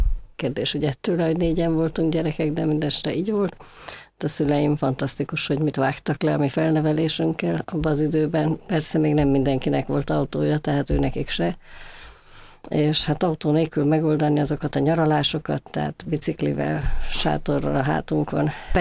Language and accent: Hungarian; Budapest, Hungary; A Gellért-hegyen laktunk kiskoromban, úgyhogy ott kezdtem a Köböl utcai általános iskolában. Aztán Pestre költöztünk, és a Szemere utcai általános iskolába folytattam.